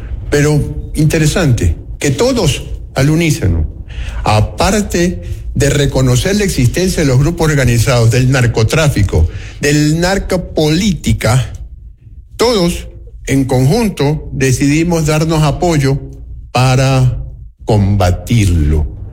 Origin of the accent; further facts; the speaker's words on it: Guayaquil, Guayas, Ecuador; Yo soy guayaquileño.